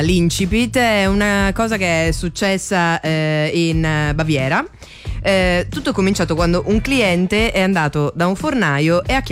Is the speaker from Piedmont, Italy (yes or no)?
no; Liguria, Italy; Sono ligure.